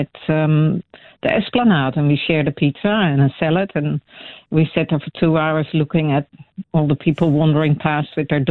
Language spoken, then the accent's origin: English; Netherlands; now in Dunedin, New Zealand; I'm from Holland originally, and Dunedin, and where I'm from at the coastal area, as it was when I grew up, is very similar.